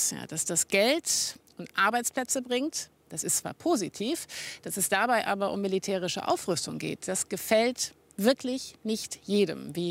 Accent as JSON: {"language": "German", "town": "Güstrow", "region": "Mecklenburg-Vorpommern", "country": "Germany", "tie": "born or raised there", "said": "Aber im Osten, auch hier in meiner Heimatstadt Güstrow, ist das Problem einfach noch mal stärker."}